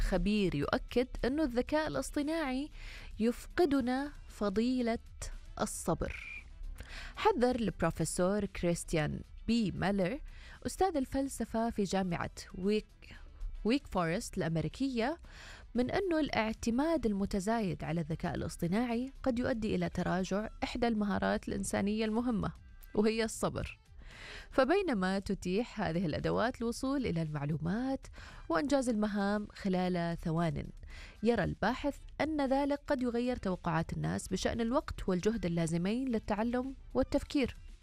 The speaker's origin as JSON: {"language": "Arabic", "country": "Saudi Arabia", "said": "عندنا في السعودية"}